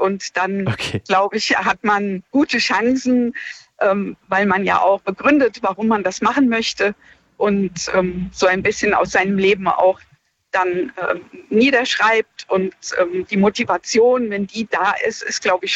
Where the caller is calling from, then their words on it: Rüdesheim am Rhein, Hesse, Germany; ich komme aus Rüdesheim am Rhein